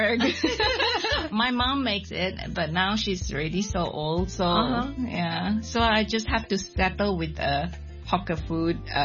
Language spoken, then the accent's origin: English; Penang, Malaysia; moved away as an adult; now in Hong Kong; I'm from Penang. So it's up on the north side. Just about 3 hours away from KL if you drive.